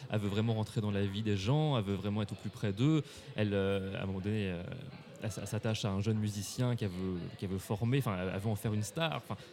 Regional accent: Paris, Île-de-France, France; born there; now in Limoges, France; Eh bien, je suis pianiste classique, né à Paris

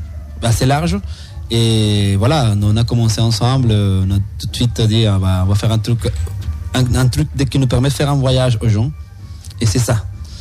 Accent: Venezuela; moved away as an adult; now in France; Moi, je suis originaire du Venezuela, oui, tout à fait.

